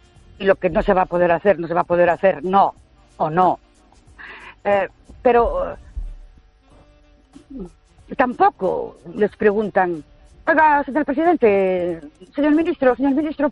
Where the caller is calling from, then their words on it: Ourense, Galicia, Spain; de Orense.